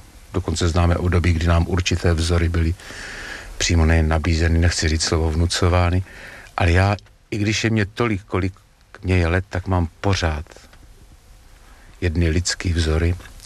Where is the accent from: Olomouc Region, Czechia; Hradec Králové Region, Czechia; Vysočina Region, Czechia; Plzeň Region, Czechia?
Hradec Králové Region, Czechia; Smiřice; a když se u nás ve Smiřicích najednou objevila cedulka, že pan profesor Skupa zavítal k nám se svým loutkovým divadlem